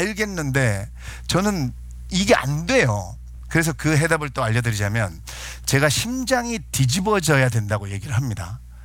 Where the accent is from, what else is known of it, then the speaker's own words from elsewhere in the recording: Sangju, North Gyeongsang, South Korea; 제 고향이 경북 상주예요. 근데 상주 축협에서 저를 이제 강사로 초빙을 한 거예요.